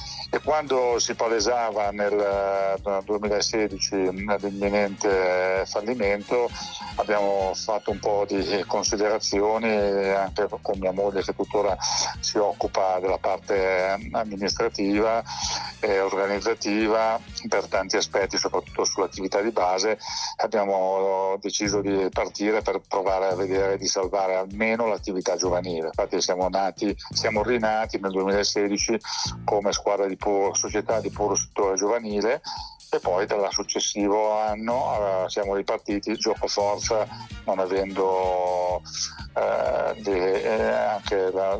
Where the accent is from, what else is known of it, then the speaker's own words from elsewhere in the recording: Novi Ligure, Piedmont, Italy; also born or lived in Turin; io ho sempre vissuto a Novi Ligure, sono nato a Torino ma praticamente non ci ho mai abitato, nemmeno proprio da infante